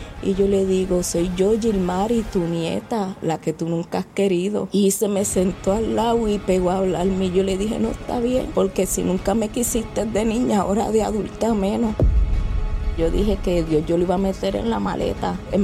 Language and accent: Spanish; Trujillo Alto, Puerto Rico; also born or lived in Carolina, Puerto Rico; now in Canóvanas, Puerto Rico; nací en Carolina, me crié en Trujillo Alto, entonces ahora pues actualmente vivo en Canóvana